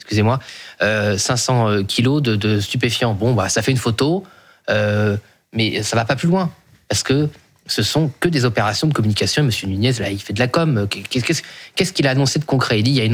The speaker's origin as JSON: {"language": "French", "region": "Brittany", "country": "France", "said": "je suis breton, si vous voulez. J'ai encore de la famille dans le Morbihan. Vannes également aujourd'hui."}